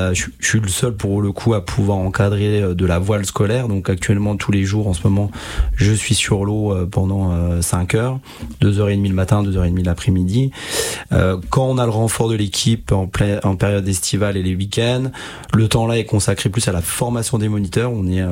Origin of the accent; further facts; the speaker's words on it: Messein, Grand Est, France; je suis issu de Messin